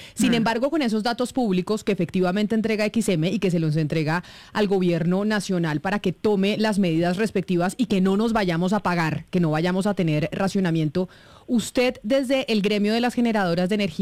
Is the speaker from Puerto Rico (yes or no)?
no; Colombia; como colombiana que vivió el apagón de 1991-1990, estando muy chiquita